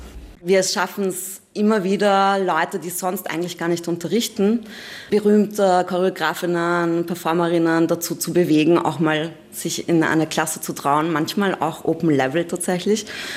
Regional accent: Vienna, Austria; ich bin in Wien aufgewachsen

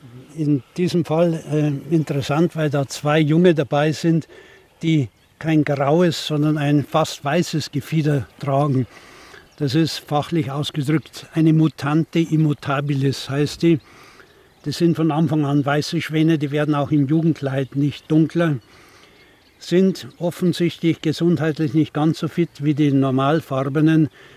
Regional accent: Bavaria, Germany; Ja, in der Kindheit noch etwas weiter flussabwärts, so halbwegs nach Passau. Da war mein Heimatort und da war ich fast täglich draußen am Inn.

